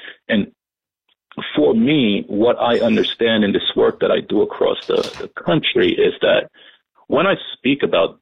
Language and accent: English; New York City, New York, United States; I was raised in Brooklyn.